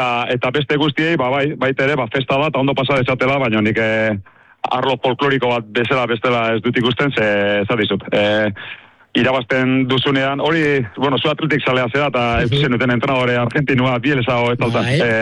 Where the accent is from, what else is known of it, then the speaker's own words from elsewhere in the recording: Orio, Basque Country, Spain; born there; oriotar asko ezagutzen ditut, ni ere alaxe naiz, eta beti izan dut, nik bertan jaiotako naiz